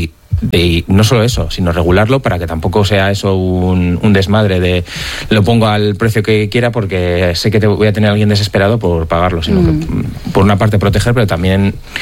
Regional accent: Bilbao, Basque Country, Spain; al final yo soy bilbaíno de toda la vida, soy del barrio Basurto, y yo no contemplo la vida fuera de Bilbao.

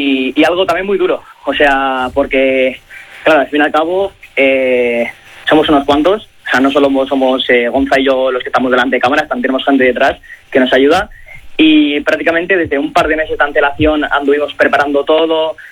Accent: Erandio, Basque Country, Spain; somos de Erandio

